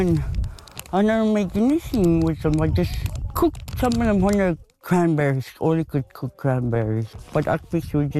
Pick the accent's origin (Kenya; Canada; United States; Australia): Canada; Reindeer Station, Northwest Territories; now in Inuvik, Canada; I'm from Reindeer Station, but I live in Inuvik now, and I've been here for a long time.